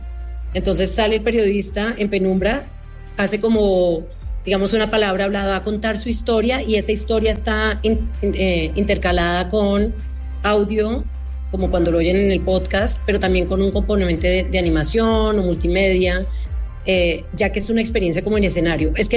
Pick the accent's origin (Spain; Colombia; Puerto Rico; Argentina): Colombia; Yo estoy muy orgullosa. Yo soy colombiana.